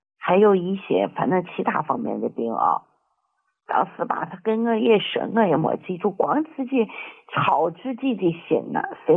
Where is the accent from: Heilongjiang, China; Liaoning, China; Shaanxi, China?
Shaanxi, China; Xianyang; 你也是这给我留一个名额，我是咸阳的。